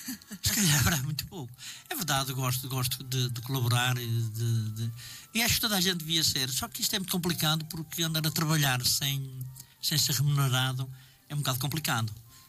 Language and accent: Portuguese; Portugal; born or raised there